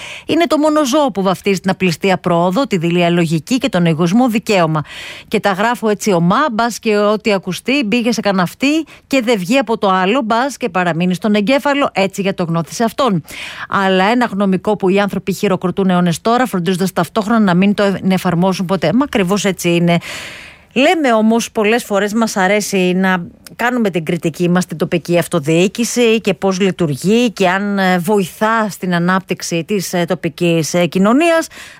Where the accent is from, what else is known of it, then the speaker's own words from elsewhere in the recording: Western Greece, Greece; να σας πω ότι κατά το ίμιση είμαι από την Αχαΐα.